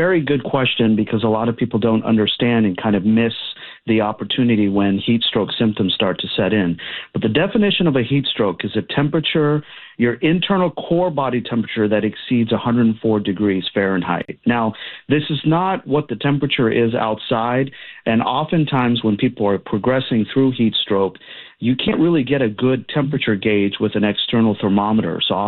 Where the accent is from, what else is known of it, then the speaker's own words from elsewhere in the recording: Arlington, Texas, United States; born there; I was born here in Arlington, Texas, and I still, after 40 plus years, I'm still experiencing discomfort in the summer heat.